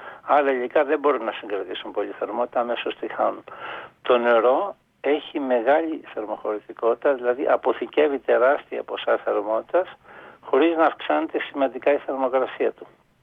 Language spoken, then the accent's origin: Greek; Kalamata, Peloponnese, Greece; εγώ είμαι από την Καλαμάτα και όταν ήμουν μικρός